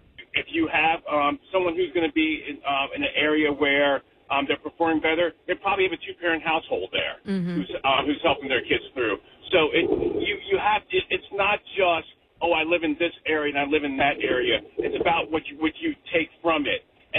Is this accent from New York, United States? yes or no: no; Baltimore County, Maryland, United States; I find that growing up in Baltimore County public schools and raising my kids through there